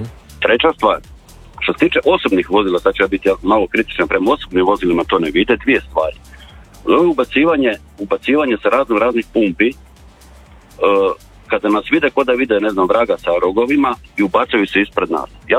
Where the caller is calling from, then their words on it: Rijeka, Primorje-Gorski Kotar County, Croatia; iz Rijeke sam, vozim u Zagrebu za Zagrebačku tvrtku